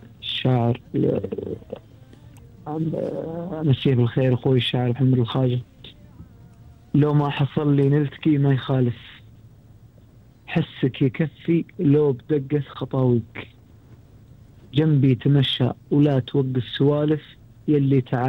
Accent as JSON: {"language": "Arabic", "region": "Doha", "country": "Qatar", "said": "عندنا في الدوحة"}